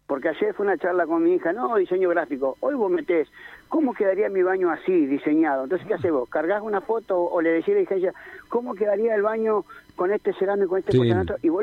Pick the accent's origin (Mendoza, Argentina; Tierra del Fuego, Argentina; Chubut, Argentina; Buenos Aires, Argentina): Chubut, Argentina; yo no soy de Puerto Madryn, soy general con eso, pero yo conocí mi provincia, digo Chubut